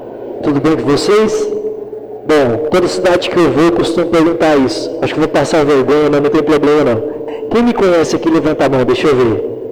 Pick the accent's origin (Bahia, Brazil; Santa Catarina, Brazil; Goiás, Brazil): Goiás, Brazil; Morrinhos; moved away as an adult; now in Goiânia, Brazil; Sou natural da cidade de Morrinhos, Goiás, moro em Goiânia há mais de 10 anos